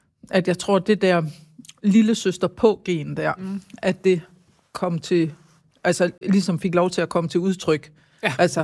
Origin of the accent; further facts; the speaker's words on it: Højbjerg, Central Denmark Region, Denmark; Og hun har sikkert også gjort det derhjemme i Højbjerg, hvor vi har boet